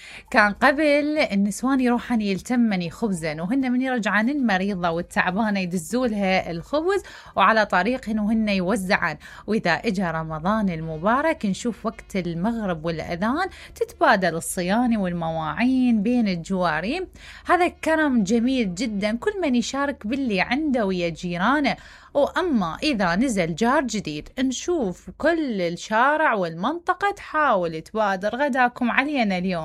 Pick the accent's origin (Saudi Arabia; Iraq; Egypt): Iraq; فهاي العادات والكرم عند العراقيين ربي ما يقطعها عنا